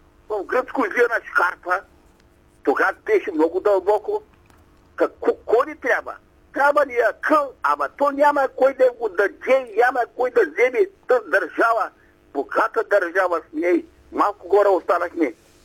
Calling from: Sliven Province, Bulgaria; Аз съм тук от Сливенска район, се обаждам.

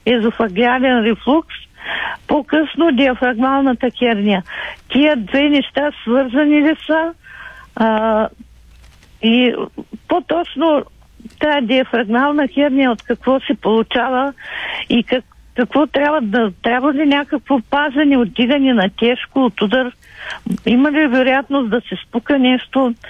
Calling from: Gabrovo, Gabrovo Province, Bulgaria; Аз съм от Гаврово

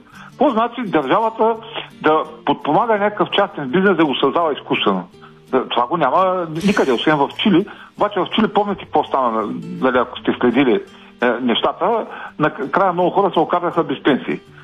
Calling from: Ruse, Ruse Province, Bulgaria; съм от Русе.

